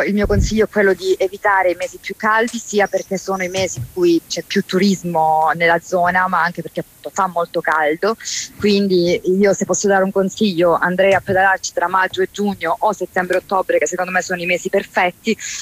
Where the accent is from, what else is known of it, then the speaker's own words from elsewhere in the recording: Foggia, Apulia, Italy; io sono nata e cresciuta a Foggia